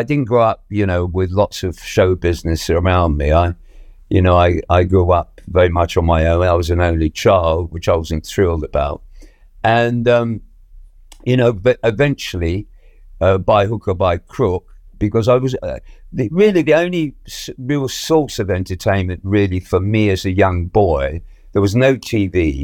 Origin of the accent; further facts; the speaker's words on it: Peterborough, East of England, United Kingdom; born there; I was born in Peterborough because my mother was living in Warren Street at the time